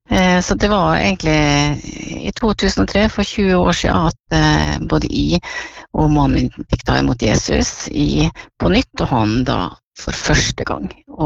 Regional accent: Molde, Møre og Romsdal, Norway; also born or lived in Lyngen, Nord-Troms / Tromsø; Jeg vokste jo første 4 årene i Nord-Troms i Lyngen kommune, før vi som familie flyttet da til Molde der mor med da opprinnelig fra. Så det har vært fine år, både oppe i nord og her i Molde.

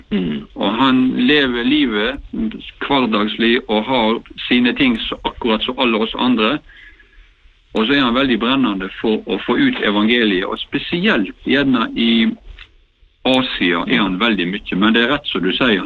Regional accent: Austevoll, Vestland, Norway; når vi skulle ha plateslepp I kyrkjo her hjemme I Austevoll

